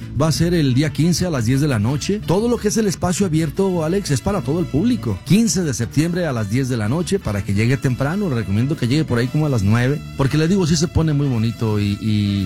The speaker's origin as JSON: {"language": "Spanish", "town": "Guadalajara", "region": "Jalisco", "country": "Mexico", "moved": "yes", "lives_now": "Las Vegas, United States", "said": "lo que yo siento como mexicano. Yo soy de Guadalajara y Guadalajara es una región que identifica a México en el mundo."}